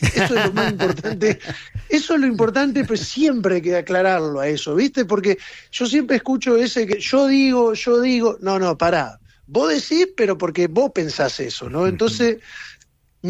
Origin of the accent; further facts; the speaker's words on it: Argentina; Yo soy argentino.